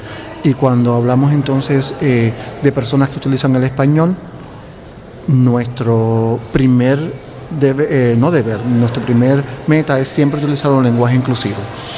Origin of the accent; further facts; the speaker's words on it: Puerto Rico; now in Lancaster, United States; Originalmente soy de Puerto Rico, pero vivo actualmente en Lancaster, Pensilvania